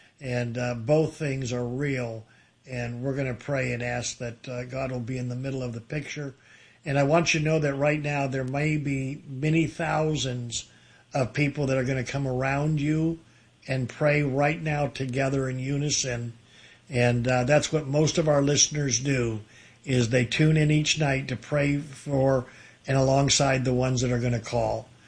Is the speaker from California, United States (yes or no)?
no; Detroit, Michigan, United States; moved away as an adult; also born or lived in Mount Clemens, Michigan / Novi, Michigan; now in Houston, United States; was born in Mount Clemens, and I was raised in downtown Detroit. I went to Cass Tech High School, and then when I left the city, I was living in Novi.